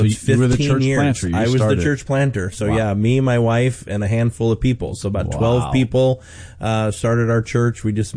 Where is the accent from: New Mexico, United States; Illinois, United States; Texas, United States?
Illinois, United States; Chicago; Grew up in the church, so I'm from the Chicago area originally.